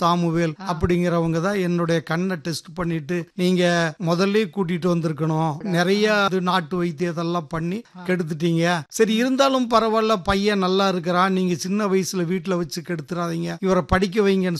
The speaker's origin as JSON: {"language": "Tamil", "town": "Ramapuram", "region": "Tamil Nadu", "country": "India", "tie": "born or raised there", "said": "என்னுடைய சொந்த ஊர் வந்து சத்தியமங்கலத்து பக்கத்துல ராமாபுரம் அப்படிங்கிற ஒரு கிராமம். அப்புறம் அங்கதான் வந்து நான் ஒரு 7 வயது வரைக்கும் நல்ல பார்வை தெரிஞ்சு அங்கதான் படிச்சுட்டு."}